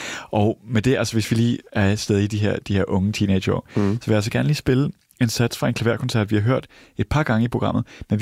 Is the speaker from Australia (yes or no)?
yes; Sydney, New South Wales, Australia; den forstad til Sydney, jeg boede i, Greenwich, hjemme i Australien